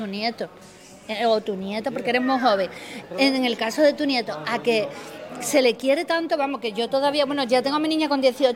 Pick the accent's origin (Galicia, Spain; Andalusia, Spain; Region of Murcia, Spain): Andalusia, Spain; Chipiona; No sé si soy de aquí, de Sevilla, de Chipiona, soy de aquí de la tierra.